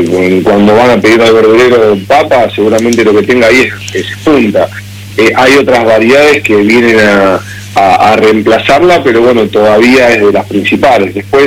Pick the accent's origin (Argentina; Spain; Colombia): Argentina